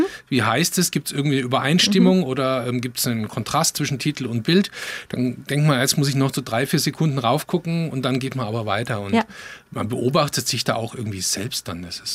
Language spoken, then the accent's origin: German; Baden-Württemberg, Germany; Also ich komme aus dem Taubertal, ja, aus einem kleinen Ort, da gab es das Heimatmuseum